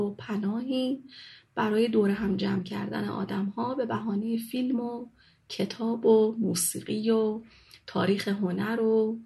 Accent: Shiraz, Fars, Iran; moved away as an adult; now in Mashhad, Iran; بیش از 10 سال قبل، زمانی که تصمیم گرفتم از شهر خودم شیراز، جایی که توش به دنیا اومده بودم و بزرگ شده بودم، مهاجرت کنم به مشهد. وقتی اومدم مشهد 30 ساله بودم

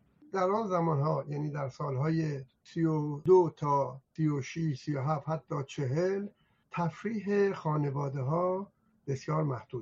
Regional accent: Astara, Gilan, Iran; born there; من در سال 1326 در شهر آستارا به دنیا اومدم. پدرم قاضی بود و در اون زمان رئیس دادگاه آستارا.

